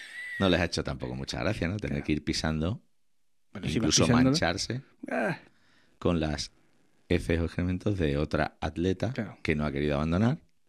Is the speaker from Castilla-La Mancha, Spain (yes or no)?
no; Extremadura, Spain; a nosotros como extremeños nos llama la atención.